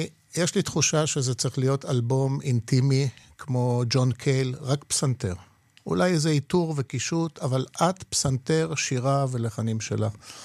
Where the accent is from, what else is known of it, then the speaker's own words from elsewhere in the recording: Tel Aviv, Tel Aviv District, Israel; first language Polish; Hebrew is a second language; also born or lived in Jaffa; גדלתי ברמת אביב, וברמת אביב היה אפשר להסתדר עם פולנית ועם יידיש. פולנית הייתה השפה הראשונה שבה נתקלתי.